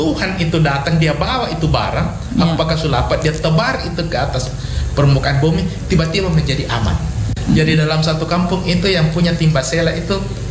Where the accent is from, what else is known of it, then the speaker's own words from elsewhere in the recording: Makassar, South Sulawesi, Indonesia; kita sebagai, uh-huh, orang Makassar